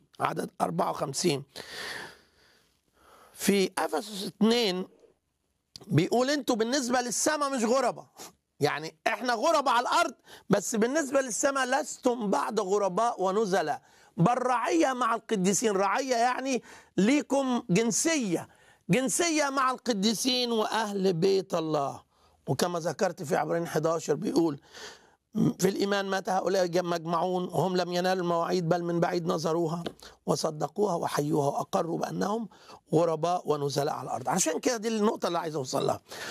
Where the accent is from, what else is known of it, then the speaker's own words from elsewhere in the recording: Egypt; أنا باسبوري مصري